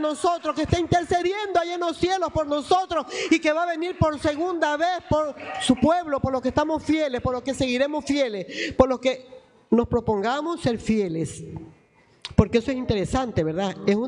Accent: Guayaquil, Guayas, Ecuador; born there; Usted dígale gracias porque nací en Guayaquil. Nunca reniegue donde nació.

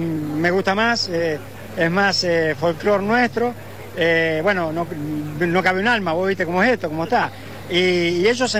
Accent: Villa Cañas, Santa Fe, Argentina; De Villa Cañas, la bandera está Mirta porque también yo soy de Villa Cañas.

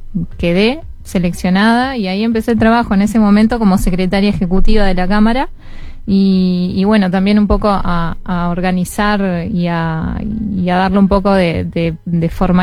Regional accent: Montevideo, Uruguay; now in Maldonado, Uruguay

